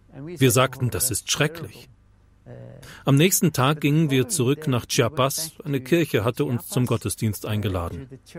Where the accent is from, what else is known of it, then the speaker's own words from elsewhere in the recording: Norway; Wir in Norwegen